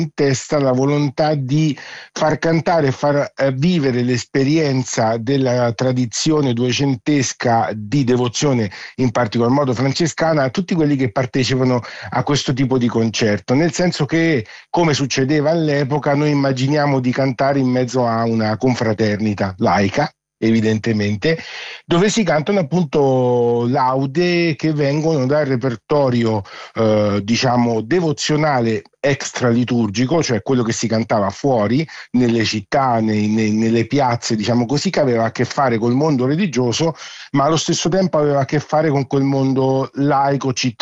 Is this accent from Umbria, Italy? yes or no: yes; Umbria, Italy; accent: Umbrian; dal mio accento immagino si capisca perché, vivendo nel centro d'Italia, in Umbria